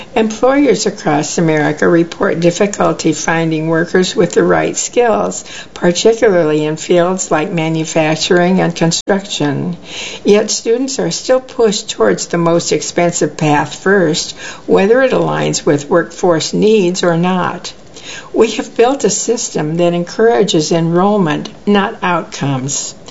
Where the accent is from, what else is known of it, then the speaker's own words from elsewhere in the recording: Danville, Illinois, United States; In my hometown of Danville, Illinois, only about 17% of adults have one.